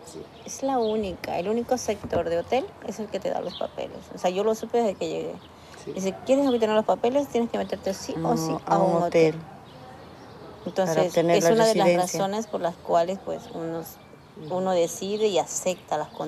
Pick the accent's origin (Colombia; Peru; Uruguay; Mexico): Colombia; now in Spain; Sí, yo soy colombiana, bueno, colombiana, llevo 25 años en España, pero soy de Colombia.